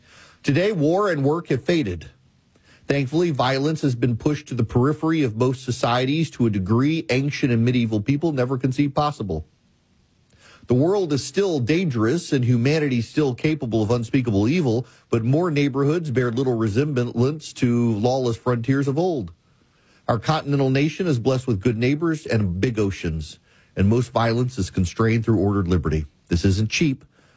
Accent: Nebraska, United States; born or raised there

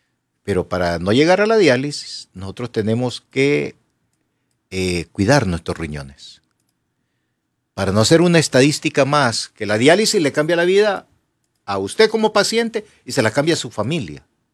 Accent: Honduras; nosotros los hondureños. Vengo ahorita del centro de Tegucigalpa

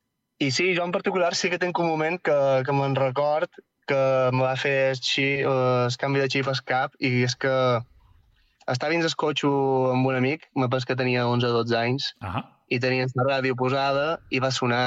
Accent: Barcelona, Catalonia, Spain; No, jo soc de Barcelona.

